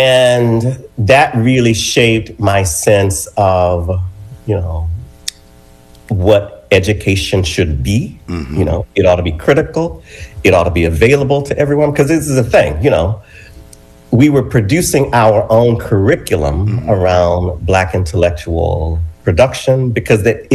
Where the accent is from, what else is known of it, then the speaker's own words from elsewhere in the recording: Manchester, Georgia, United States; I grew up in Manchester, Georgia, which is a rural town in west central Georgia, about an hour, 15 minutes south of Atlanta.